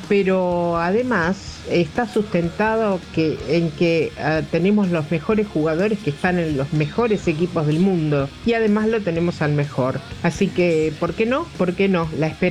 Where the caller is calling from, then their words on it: Bernal, Buenos Aires Province, Argentina; de Bernal.